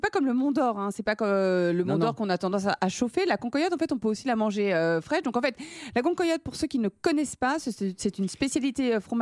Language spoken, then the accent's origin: French; France; je viens de l'Ouest de la France